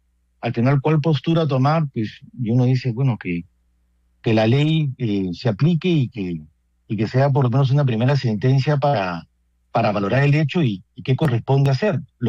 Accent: Colombia; Yo soy colombiano, padre, de corazón. Yo soy sacerdote diocesano.

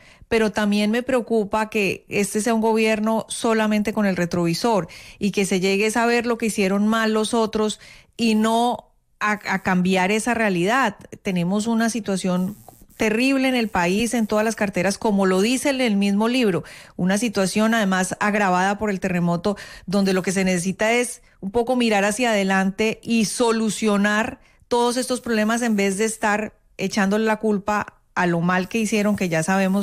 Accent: Colombia; una preocupación que me asalta a mí como colombiana

